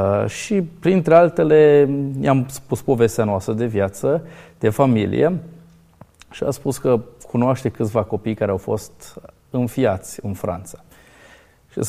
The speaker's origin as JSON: {"language": "Romanian", "town": "Hațeg", "region": "Hunedoara County", "country": "Romania", "tie": "born or raised there", "said": "Ne-am dus în casa de copii unde am crescut, la Hațeg."}